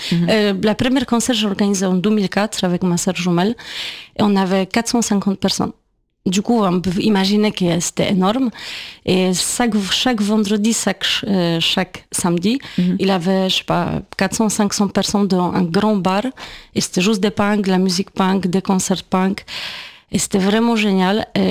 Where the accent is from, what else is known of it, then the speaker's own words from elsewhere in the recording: Poland; French is a second language; moved away as an adult; now in Paris, France; Du coup c'était soit j'apprends le français et je peux rester ici, soit je rentre en Pologne. Et voilà, et je restais.